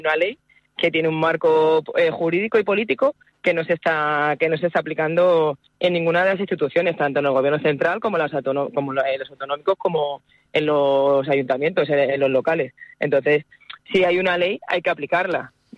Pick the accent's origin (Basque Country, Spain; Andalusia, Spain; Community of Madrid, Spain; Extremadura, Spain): Community of Madrid, Spain; Madrid; Yo soy de Madrid, nací en Madrid, me he criado en el barrio de Chueca desde que Chueca no era Chueca, o sea que conozco la Chueca anterior a lo que es ahora el barrio de La Libertad